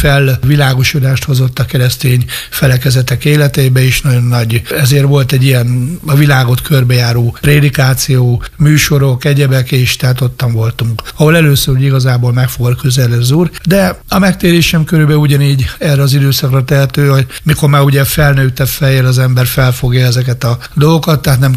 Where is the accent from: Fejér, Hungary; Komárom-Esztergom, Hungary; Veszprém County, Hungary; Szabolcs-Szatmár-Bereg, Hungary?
Szabolcs-Szatmár-Bereg, Hungary; Nyíregyháza; mivel hogy 12 éves koromban költöztünk be Sóstóhegyről Nyíregyháza